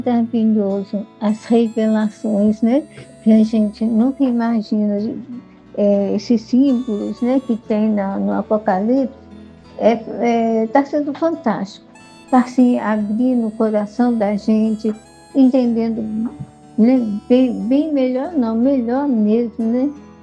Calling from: São José do Belmonte, Pernambuco, Brazil; eu sou de São José do Belmonte, perto de Serra Talhada, Pernambuco

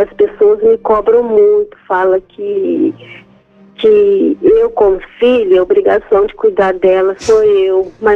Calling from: Itaperuna, Rio de Janeiro, Brazil; Eu falo do interior do Rio de Janeiro, de Itaperuna.

